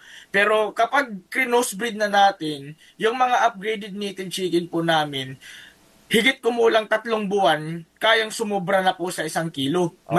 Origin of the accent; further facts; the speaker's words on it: Catbalogan, Eastern Visayas, Philippines; Sa actually, I am from Katbalogan City po.